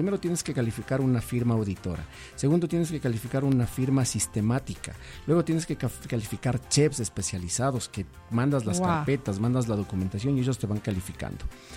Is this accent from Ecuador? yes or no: yes; Ecuador; la identidad como ecuatorianos que tenemos